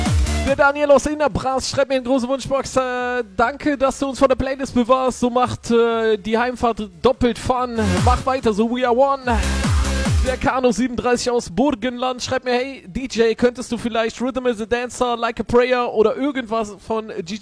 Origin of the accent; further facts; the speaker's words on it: Herzogenrath, North Rhine-Westphalia, Germany; aus Herzogenrath, meine Heimatstadt.